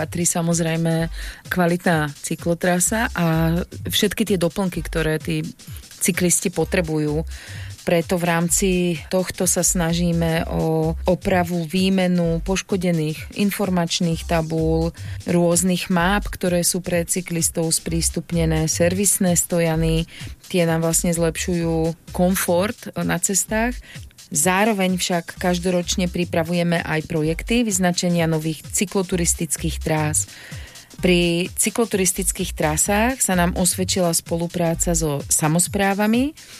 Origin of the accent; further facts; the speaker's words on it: Záhorie, Slovakia; krásu prírody tuto u nás na Záhorí.